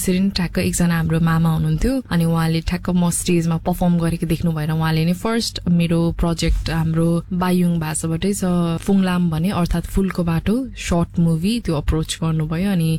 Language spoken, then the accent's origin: Nepali; Koshi Province, Nepal; now in Brunei